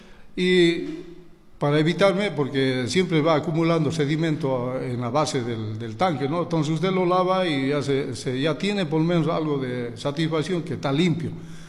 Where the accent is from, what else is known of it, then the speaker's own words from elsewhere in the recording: Tarija, Bolivia; Yo, que soy chapaco de pura cepa, vivo en Tarija, nací en Tarija, nací en el barrio de La Loma, me crié en La Loma.